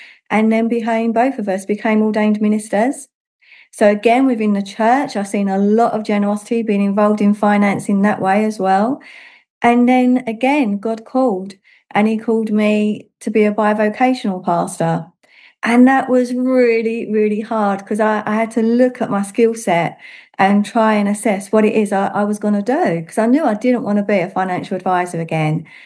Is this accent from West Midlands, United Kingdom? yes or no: no; London, United Kingdom; accent: London; moved away as an adult; now in Oxfordshire, United Kingdom; as someone who used to live in London, as you can probably tell by my accent